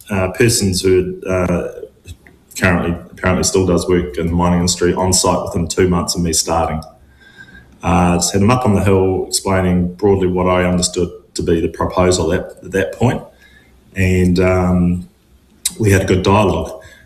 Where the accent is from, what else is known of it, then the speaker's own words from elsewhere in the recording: New Zealand; My team is 95% New Zealanders, and we're all here to better our country and our future for our children.